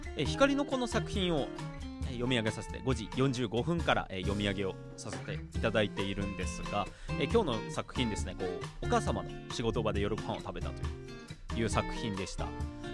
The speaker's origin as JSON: {"language": "Japanese", "town": "Nobeoka", "region": "Miyazaki", "country": "Japan", "tie": "born or raised there", "moved": "as an adult", "said": "5年7年ぐらい前ですかねには県外にいて、でそこから、まあ、延岡市に生まれ育った延岡市に戻ってきて"}